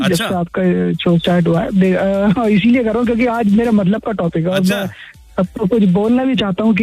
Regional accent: North India, India; moved away as an adult; हम लोग कुछ नॉर्थ इंडिया से है, कोई कहीं से है, सब जगह से है.

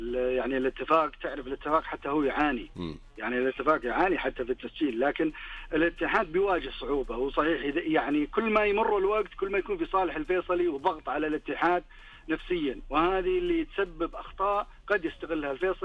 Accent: Saudi Arabia; إحنا كسعوديين

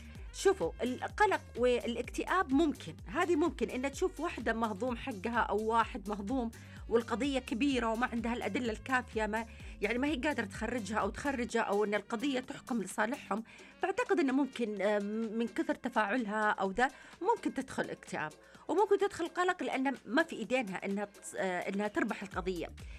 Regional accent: Saudi Arabia; عندنا في السعودية

